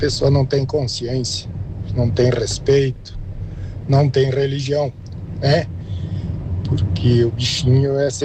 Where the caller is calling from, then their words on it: Erechim, Rio Grande do Sul, Brazil; Tô passando na região aí, sou de Erechim.